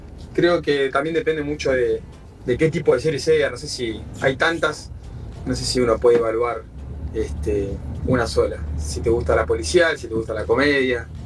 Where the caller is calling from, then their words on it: Pablo Podestá, Buenos Aires Province, Argentina; de Pablo Podestá.